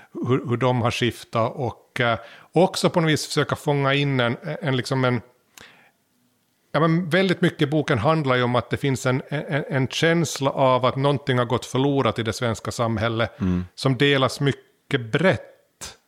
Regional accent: Finland; När man växte upp i Finland så vi hade ju mycket mindre invandring.

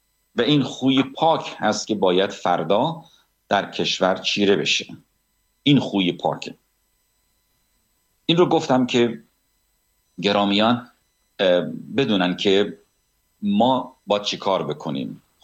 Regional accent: Iran; born there; من زاده اونجا هستم، پارسی سخن میگم

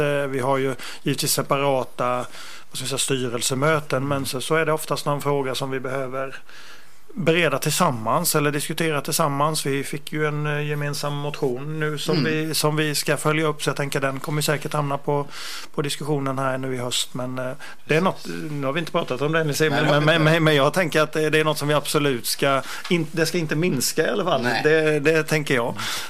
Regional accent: Gnosjö, Jönköping County, Sweden; accent: Småland; moved away as an adult; now in Gothenburg, Sweden; Det kanske låter igenom på dialekten lite, men jag kommer från Småland, från Gnosjö. Flyttade därifrån 2004 till Göteborg.

